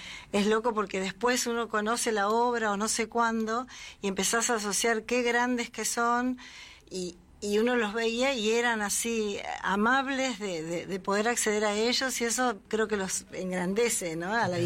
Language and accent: Spanish; La Plata, Buenos Aires Province, Argentina; Soy de La Plata, entonces a Buenos Aires no venía nunca, salvo cuando la música me trajo.